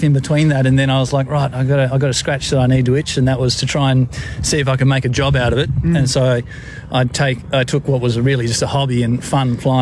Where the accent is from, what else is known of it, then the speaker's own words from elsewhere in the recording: Bridport, Tasmania, Australia; I grew up in Bridport. I'm from Tassie originally. Moved back and was lucky enough to be able to get some work back in the home state.